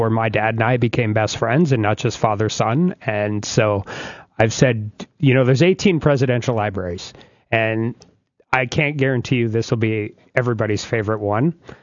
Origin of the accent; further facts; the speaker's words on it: Dickinson, North Dakota, United States; But I give my hometown credit. It took a little while, but everybody got back on board again, and it's still going to be great for Dickinson.